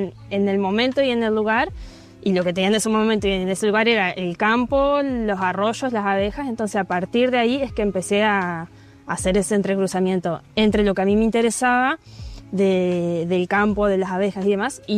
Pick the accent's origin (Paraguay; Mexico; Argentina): Argentina; Costa Grande, Entre Ríos; moved away as an adult; now in Paraná, Argentina; Yo crecí en una zona rural que se llama Costa Grande, que está más o menos a unos 80, 90 kilómetros de acá de Paraná. Hice mi jardín, primaria, secundaria, todo en escuela rural. Y recién llegué a Paraná cuando empecé a estudiar la carrera de artes, que por cierto empecé en el 2020